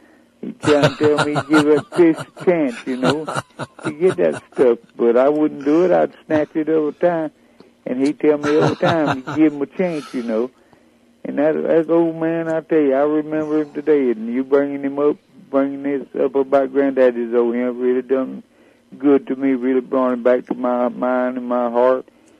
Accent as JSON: {"language": "English", "town": "Covington", "region": "Georgia", "country": "United States", "tie": "born there", "also_born_or_lived": "Porterdale, Georgia / Griffin, Georgia", "lives_now": "McDonough, United States"}